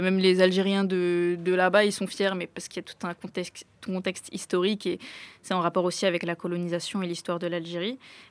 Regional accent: France; Je suis française, c'est un fait, mais je suis aussi du coup algérienne.

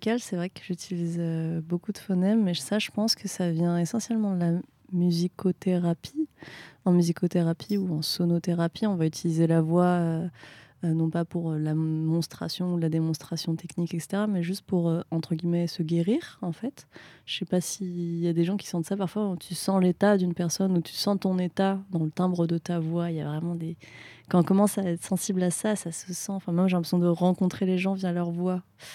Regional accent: France; ce fait que je peux pas communiquer autant dans ma manière dont j'ai grandi en France parce que l'éducation, mais aussi au Vietnam en fait, parce que je peux pas parler vietnamien

